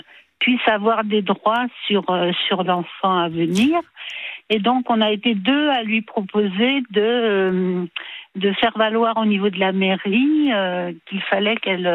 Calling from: Île-de-France, France; L'Île-de-France

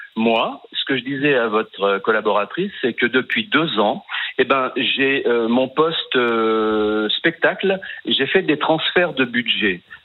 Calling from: Lyon, Auvergne-Rhône-Alpes, France; je suis de Lyon

